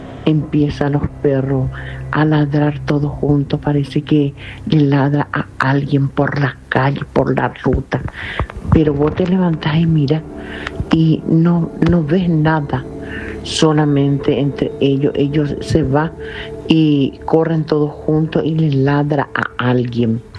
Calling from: Pirayú, Paraguarí, Paraguay; soy de Pirayú, estoy llamando a la ciudad de Pirayú.

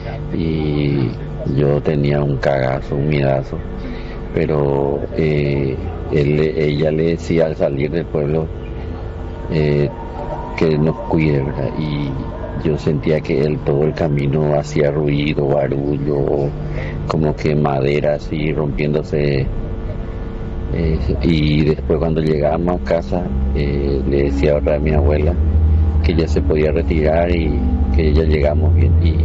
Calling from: Primero de Marzo, Cordillera, Paraguay; Yo soy de Compañía Sargento Báez, primero de marzo, cordillera.

